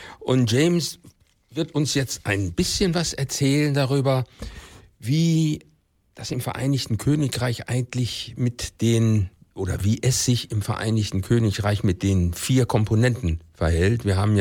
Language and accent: German; Germany; bei uns in Deutschland